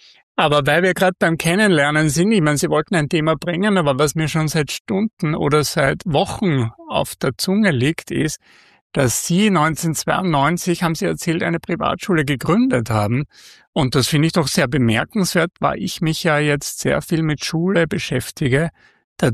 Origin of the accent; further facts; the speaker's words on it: Austria; Und Guten Tag bei uns in Österreich, zumindest bei den Konservativen, ist ein Schimpfwort.